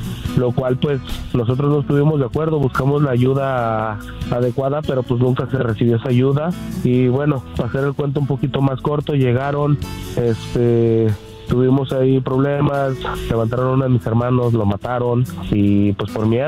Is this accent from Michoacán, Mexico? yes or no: yes; Michoacán, Mexico; nosotros vivimos, somos de Michoacán, teníamos unas tierras ahí con aguacate, siembra, y pues tú sabes, hay uno para lo que uno hace para sobrevivir allá en México.